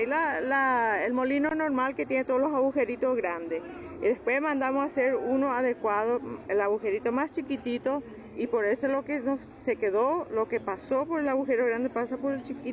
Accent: Minga Guazú, Alto Paraná, Paraguay; Yo vengo del Alto Paraná, Mingaguazú, represento de piscicultores de Mingaguazú.

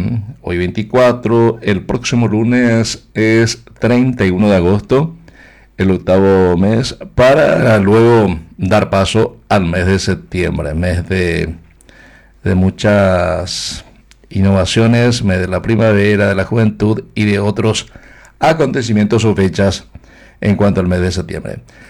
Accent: Paraguay; La bandera paraguaya es la identidad nuestra

